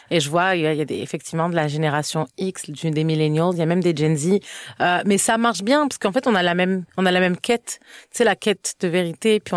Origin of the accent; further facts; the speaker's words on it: France; now in Canada; ça m'arrive très souvent de recevoir des messages qui viennent déjà me critiquer parce que je suis française. Donc tu sais, il y a quelque chose, je suis une française qui parle du Québec à la télé